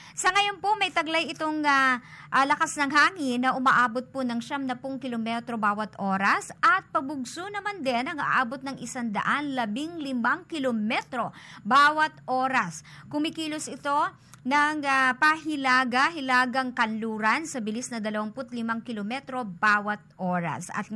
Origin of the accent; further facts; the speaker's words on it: Caloocan, Metro Manila, Philippines; dyan sa amin sa Caloocan, no? I'm from South Caloocan.